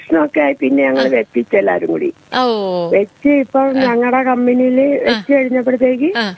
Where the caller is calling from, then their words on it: Kerala, India; Pallimukku.